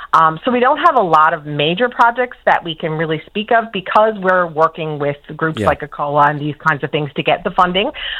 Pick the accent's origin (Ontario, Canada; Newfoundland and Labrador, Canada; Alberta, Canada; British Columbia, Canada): Newfoundland and Labrador, Canada; Harbour Grace; I'm originally from Harbor Grace